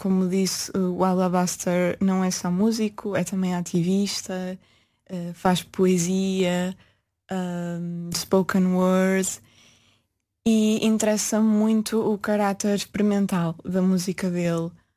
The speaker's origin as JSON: {"language": "Portuguese", "town": "Peso da Régua", "region": "Norte", "country": "Portugal", "tie": "born or raised there", "also_born_or_lived": "Póvoa de Varzim", "moved": "as an adult", "lives_now": "Porto, Portugal", "said": "na Régua, sim. E também na Folgosa. Eu estive desde o pré-escolar até o quarto ano numa escola na Folgosa. Tenho uma grande ligação ao Douro, à Régua e à Folgosa também."}